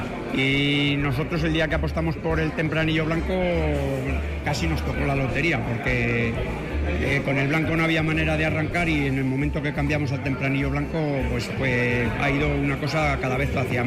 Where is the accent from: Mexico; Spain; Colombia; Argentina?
Spain; Baños de Ebro, Basque Country; Nos han dado premio, somos de Baños de Ebro, y nos han dado el primer premio del blanco joven.